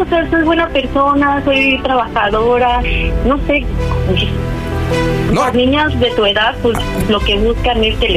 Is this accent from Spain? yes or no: no; Cuautla, Morelos, Mexico; Tengo 34 años y soy de Cuautla, Morelos.